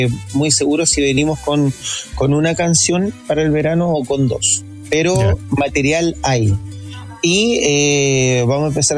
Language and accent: Spanish; Chile; si somos chilenos